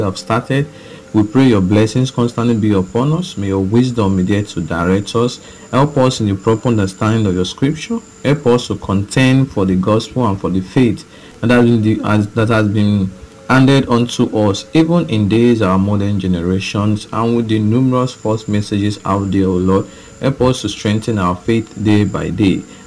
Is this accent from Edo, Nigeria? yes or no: yes; Okada, Edo, Nigeria; from Okada Town.